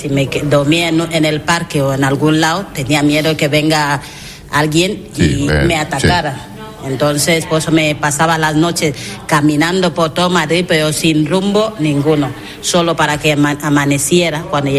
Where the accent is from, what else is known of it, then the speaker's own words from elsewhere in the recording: Equatorial Guinea; Yo he crecido como del catolicismo. Como toda Guinea, ¿sabes? En mi país somos católicos y nosotros creemos en Dios.